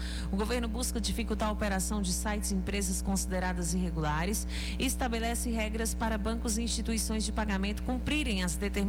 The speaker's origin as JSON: {"language": "Portuguese", "country": "Brazil", "said": "enquanto brasileiros"}